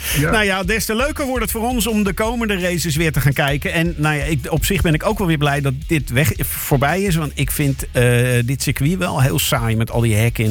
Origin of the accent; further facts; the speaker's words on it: Netherlands; En wij kijken natuurlijk als Nederlanders